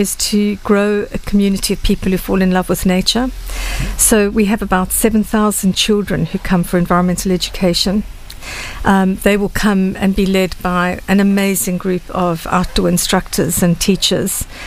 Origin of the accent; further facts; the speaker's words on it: South Africa; also born or lived in Luxembourg / Buckinghamshire, England; now in Essex, United Kingdom; still I am a South African. I've lived in Essex now since 1998. Before that, we lived in Luxembourg. Before that, we lived in Buckinghamshire in England. Before that, I lived in South Africa for most of my early life.